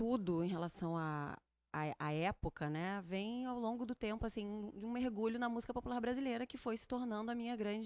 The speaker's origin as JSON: {"language": "Portuguese", "region": "Rio Grande do Sul", "country": "Brazil", "said": "Eu vim do Rio Grande do Sul."}